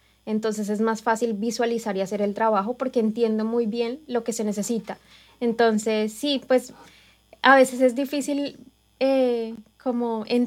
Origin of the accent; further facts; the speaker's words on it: Colombia; Yo soy colombiana.